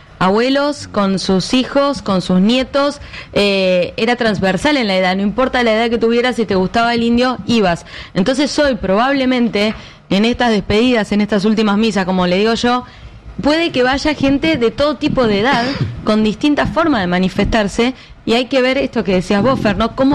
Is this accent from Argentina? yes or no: yes; Buenos Aires Province, Argentina; A mí que me robaron por ser bonaerense